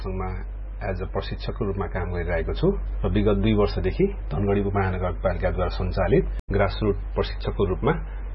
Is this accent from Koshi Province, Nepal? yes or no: no; Tikapur, Sudurpashchim Province, Nepal; शुरूआती चरण टीकापुरबाट हाम्रो बाल्यकाल हामीले खेल्ने चरणका कुराहरू सुरु गर्दैछौ।